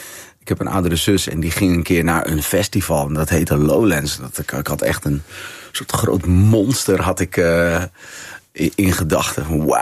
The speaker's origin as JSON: {"language": "Dutch", "town": "De Rijp", "region": "North Holland", "country": "Netherlands", "tie": "born there", "said": "ja, ik ben geboren in Noordeinde, het Rijp. Mijn vader komt van Curaçao, mijn moeder komt van Nederland."}